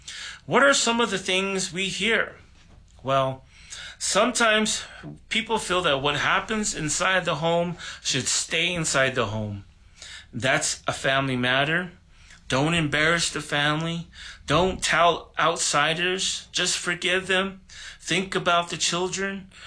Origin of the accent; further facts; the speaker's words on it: New Mexico, United States; As you can tell, I'm not originally from Zuni. I'm from the Navajo Nation, just over there, over the hill from Vanderwagon, New Mexico.